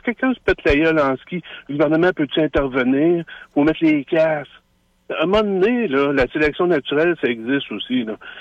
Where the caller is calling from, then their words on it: Quebec City, Quebec, Canada; J'habite à Charlebourg.